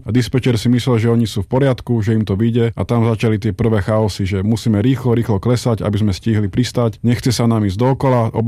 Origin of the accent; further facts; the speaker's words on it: Bratislava, Bratislava Region, Slovakia; som naozaj celé detstvo počúval o tejto príhode ako Bratislavčan. Chodili sme sa kúpať na Zlaté piesky a cítil som tam takéto prepojenie.